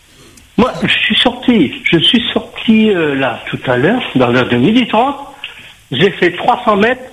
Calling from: Nanterre, Île-de-France, France; Ben là, moi j'habite en région parisienne, du côté de la Défense Nanterre.

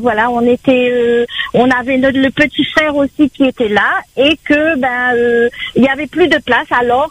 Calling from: France; on est français ou quoi, nous?

